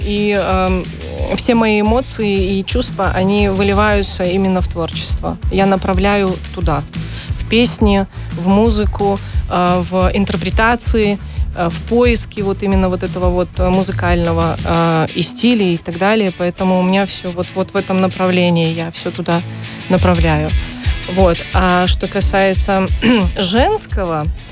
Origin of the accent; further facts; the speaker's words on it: Pinsk, Brest Region, Belarus; Потому что я родом из столицы Полесья. Я из Пинска.